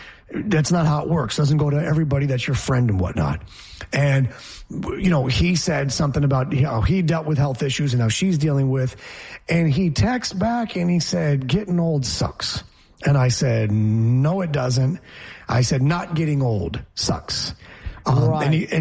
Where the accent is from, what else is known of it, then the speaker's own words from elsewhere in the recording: New York, United States; Hey, I'm a New Yorker. You forget. I'm from the Empire State.